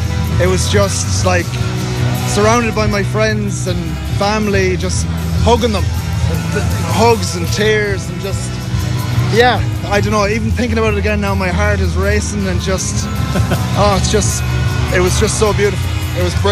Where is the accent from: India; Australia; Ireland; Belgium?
Ireland; Ballina, Connacht; I'm from Ballina.